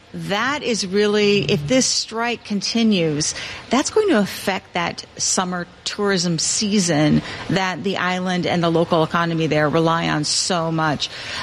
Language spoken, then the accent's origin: English; Midwest, United States; now in New York City, United States; We are very much a car culture, and I grew up in the Midwest, and for most Americans, it just isn't common to get on a train